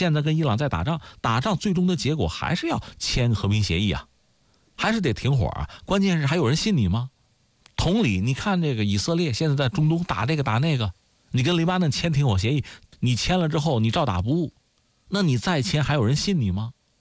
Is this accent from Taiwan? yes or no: no; China; 从我们中国人视角看呢